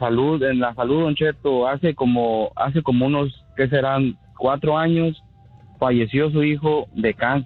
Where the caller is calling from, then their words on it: Modesto, California, United States; De aquí, de Modesto, California.